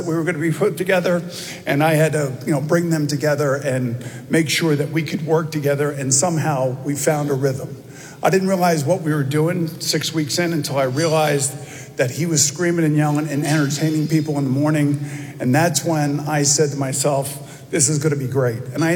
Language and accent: English; New York, United States; And I grew up in New York, so I knew about it, I understood it